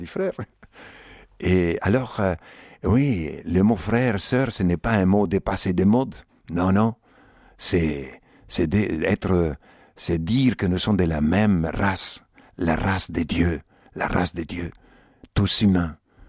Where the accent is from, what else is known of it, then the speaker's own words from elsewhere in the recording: Argentina; moved away as an adult; now in Madagascar; Quand j'ai quitté l'Argentine, j'ai pleuré. J'ai pleuré quand j'ai quitté l'Argentine. Je l'ai quitté en 1968, en bateau.